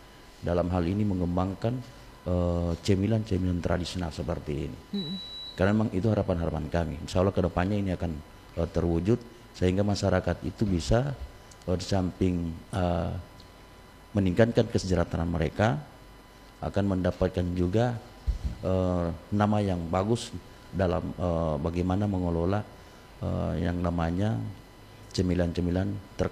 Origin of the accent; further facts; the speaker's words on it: Gorontalo, Indonesia; desa kami itu termasuk desa yang agak pelosok di Kabupaten Gorontalo, bukan juga tertinggal, tapi merupakan salah satu desa yang suasananya masih alami, suasananya masih original